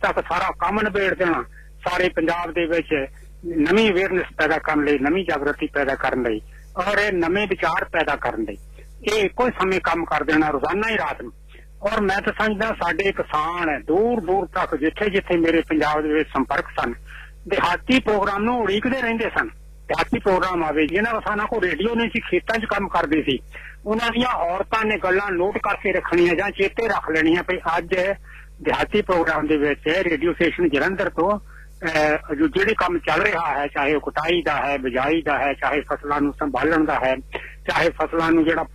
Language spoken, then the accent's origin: Punjabi; Jagatpur, Punjab, India; ਮੇਰਾ ਪਿੰਡ ਜਗਤਪੁਰ ਹੈ, ਜ਼ਿਲ੍ਹਾ ਨਵਾਂ ਸ਼ਹਿਰ ਦੇ ਵਿੱਚ।